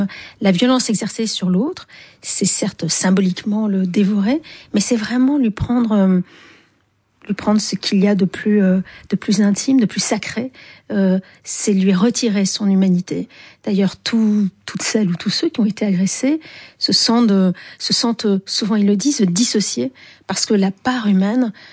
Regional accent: Algiers, Algiers Province, Algeria; moi je sais qu'à chaque fois, on me raccorde à l'Algérie, parce que j'ai grandi à Alger, qui était un pays très viril, masculin.

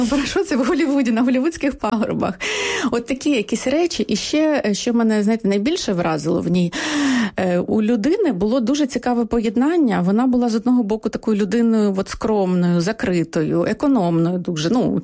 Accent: Kyiv, Ukraine; От я теж киянка, і теж за мамою у мене тут багато поколінь були кияни

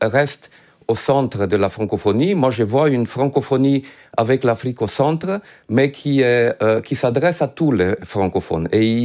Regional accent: Romania; Moi, je viens d'un pays d'Europe de l'Est, donc qui a construit aussi une partie de sa culture sur le français.

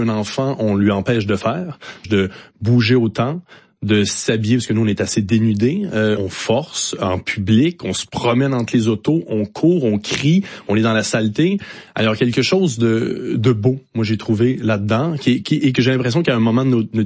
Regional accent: Quebec, Canada; Éboueur, chez nous au Québec, ça réfère au français.

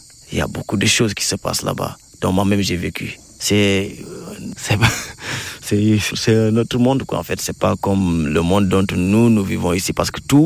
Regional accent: Kédougou, Senegal; Je suis né à Kédougou, grandi à Kédougou.

